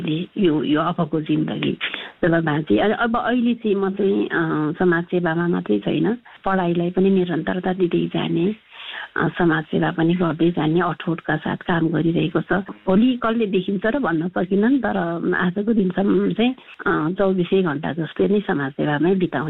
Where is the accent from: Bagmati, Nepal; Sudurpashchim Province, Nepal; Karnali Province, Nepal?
Bagmati, Nepal; Gundu; म जन्मेको चाहिँ भक्तपुरको गुन्डु, अहिले फेमस नै छ गुन्डु भन्ने ठाउँ।